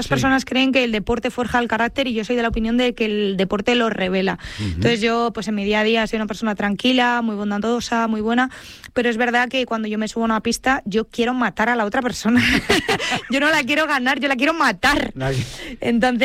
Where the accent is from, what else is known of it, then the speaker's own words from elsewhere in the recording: Spain; No, no, yo de camiseta de España, que yo soy muy española.